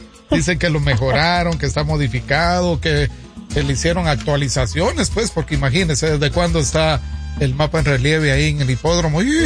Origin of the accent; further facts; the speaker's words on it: Ipala, Chiquimula, Guatemala; también se está celebrando la Feria Patronal de mi pueblo Chiquimula, de mi departamento, porque mi pueblo es Ipala Chiquimula, yo soy de un municipio